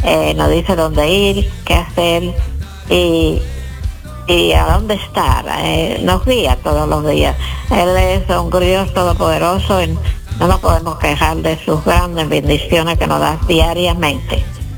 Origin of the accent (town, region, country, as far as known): Dominican Republic; born there; moved away